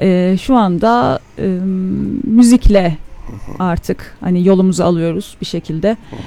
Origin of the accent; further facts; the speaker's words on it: Sinop, Turkey; also born or lived in various Turkish provinces; 89 Sinop doğumluyum. Aslen Sivaslıyım, o yüzden burada olmaktan...